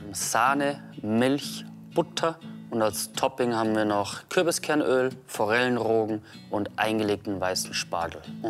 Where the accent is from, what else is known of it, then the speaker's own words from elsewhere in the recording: Traunstein, Bavaria, Germany; also born or lived in Austria; In Österreich geboren, aber im Landkreis Traunstein aufgewachsen.